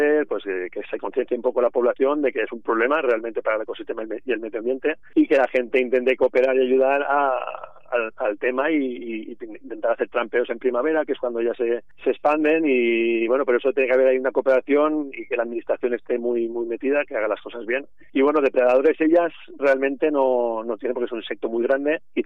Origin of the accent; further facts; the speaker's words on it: Castellón province, Valencian Community, Spain; yo soy del pueblo de Salquerías, Salquerías del Niño Perdido.